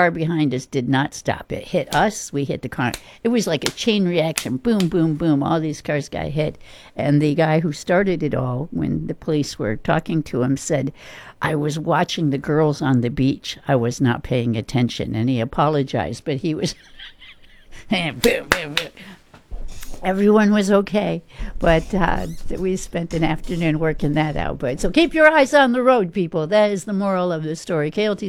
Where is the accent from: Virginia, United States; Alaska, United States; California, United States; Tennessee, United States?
California, United States; When I was growing up in California, I lived there for 4 years